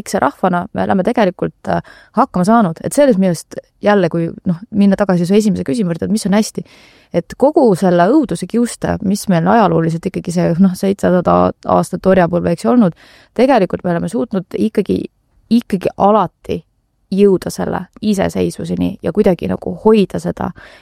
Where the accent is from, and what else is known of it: Tallinn, Harju County, Estonia; born or raised there